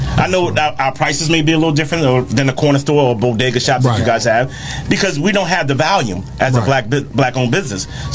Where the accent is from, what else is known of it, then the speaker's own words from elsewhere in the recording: New Jersey, United States; We're from Jersey. We came to you guys.